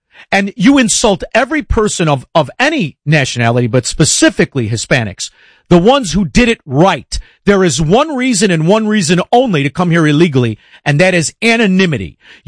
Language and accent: English; Illinois, United States; I'm from Illinois.